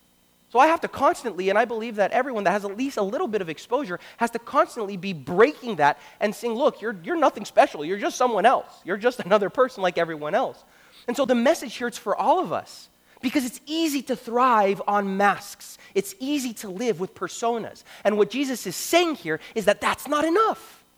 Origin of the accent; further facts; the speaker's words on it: Brazil; moved away; And I'm from Brazil, all right?